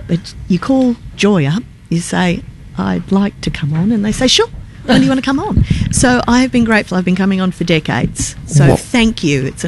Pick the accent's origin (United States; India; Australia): Australia; accent: Aussie; my natural accent, my Aussie accent.